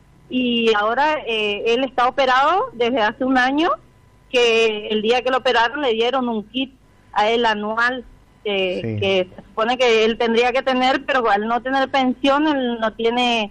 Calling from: Puerto Tirol, Chaco, Argentina; Y soy de Puerto Tirol

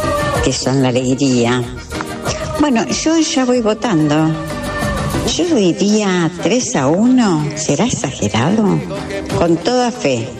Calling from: Lomas de Zamora, Buenos Aires Province, Argentina; de Loma de Zamora

